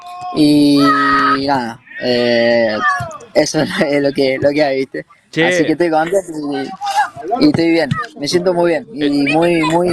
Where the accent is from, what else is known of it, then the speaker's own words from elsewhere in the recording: Mendoza, Argentina; now in Spain; hay otro argentino, otro mendocino